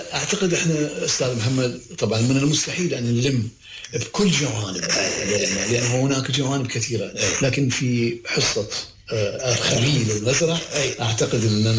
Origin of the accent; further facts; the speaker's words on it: Iraq; أنا كعراقي